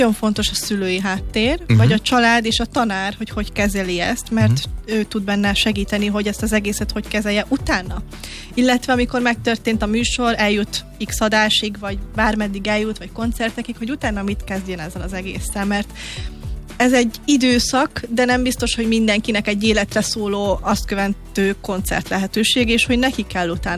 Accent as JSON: {"language": "Hungarian", "town": "Ózd", "region": "Borsod-Abaúj-Zemplén", "country": "Hungary", "said": "hát ugye Ózd környékéről származom"}